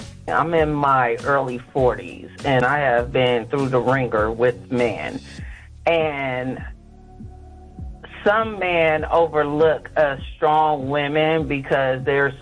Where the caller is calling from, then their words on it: Columbus, Ohio, United States; I'm calling from Columbus, Ohio.